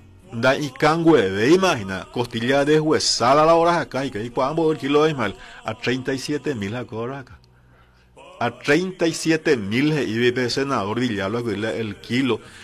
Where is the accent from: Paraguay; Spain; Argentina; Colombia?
Paraguay; Carapeguá, Paraguarí; mi orgullo como carapegüeño y como paraguayo